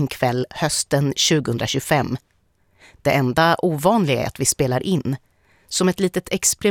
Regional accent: Sweden; Jag växte upp i Sverige under den moderna demokratins guldålder och har kunnat ta demokratin för given under större delen av mitt liv.

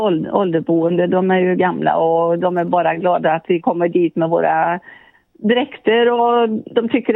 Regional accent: Sweden; Jag är ju från Tåarp

